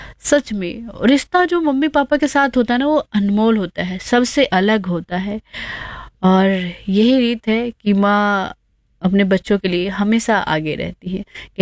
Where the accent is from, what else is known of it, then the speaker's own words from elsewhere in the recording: Sonipat, Haryana, India; now in Moradabad, India; मैं सोनीपत की रहने वाली हूँ, बट मैं हूँ आप सभी के शहर में, अपने शहर मुरादाबाद में